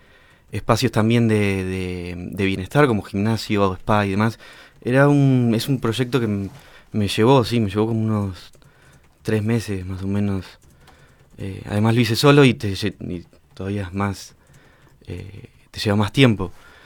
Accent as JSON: {"language": "Spanish", "town": "Bahía Blanca", "region": "Buenos Aires Province", "country": "Argentina", "said": "Soy de acá, sí, sí."}